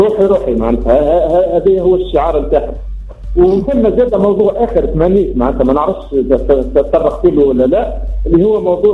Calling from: Sahel, Tunisia

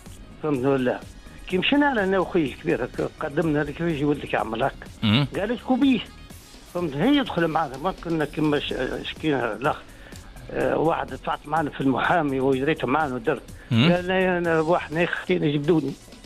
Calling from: El Amra, Sfax Governorate, Tunisia; من العامرة ولاية سقط

